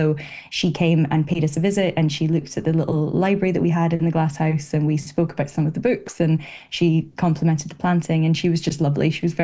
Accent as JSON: {"language": "English", "town": "Aberdeen", "region": "Scotland", "country": "United Kingdom", "tie": "born or raised there", "moved": "yes", "lives_now": "London, United Kingdom", "said": "growing up in the Northeast when the weather is not the best, it's not a career that you kind of immediately think of. I think particularly seeing as Aberdeen is so oil and gas focused as well."}